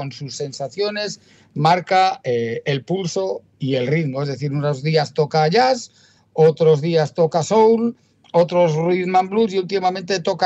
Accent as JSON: {"language": "Spanish", "region": "Basque Country", "country": "Spain", "said": "Soy vasco y no me rajo."}